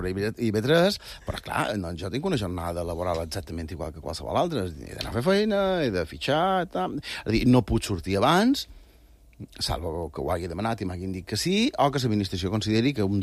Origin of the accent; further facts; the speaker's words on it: Balearic Islands, Spain; Som mallorquins